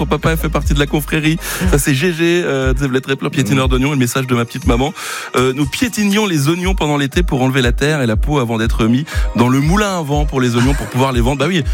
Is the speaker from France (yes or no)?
yes; Grand Est, France; En tant qu'Alsacien, beaucoup de gens vont comprendre que quelquefois on a le mot en alsacien et on n'arrive pas à le traduire.